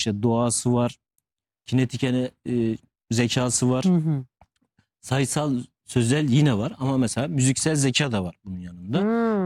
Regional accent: Elazığ, Turkey; evet Elazığlıyım.

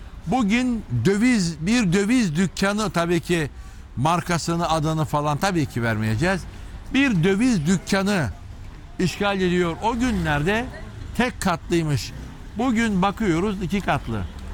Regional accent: Istanbul, Turkey; Ben 1974 İstanbul Fatih doğumluyum. Benim doğup büyüdüğüm yerler buralar.

